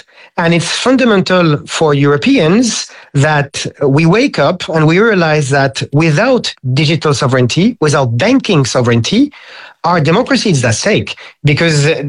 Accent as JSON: {"language": "English", "country": "France", "moved": "yes", "said": "my home country, in France"}